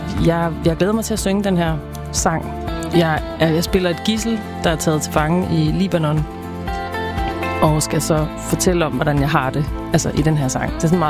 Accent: Nyborg, Region of Southern Denmark, Denmark; Vi skal til Nyborg, hvor jeg kommer fra.

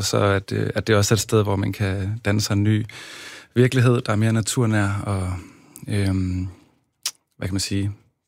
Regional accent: Central Denmark Region, Denmark; also born or lived in Copenhagen; now in Sønderho, Denmark; Ja, jeg har simpelthen, vokset op på Mols og sådan noget, så flyttede jeg rimelig ungt hjemmefra. Jeg var 17 der.

